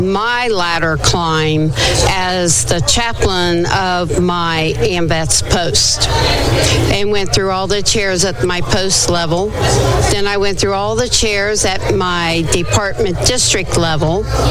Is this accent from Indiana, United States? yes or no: no; Kentucky, United States; also born or lived in Ohio; Grew up Fort Knox, Fort Campbell. I always say Kentucky's like my home, even though I was born in Ohio, because we lived in Kentucky for so long.